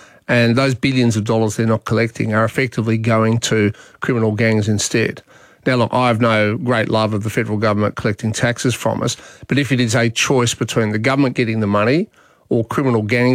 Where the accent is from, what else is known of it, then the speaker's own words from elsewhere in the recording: Australia; Apparently, at the Olympics the year before last, we we being the Australian Olympic team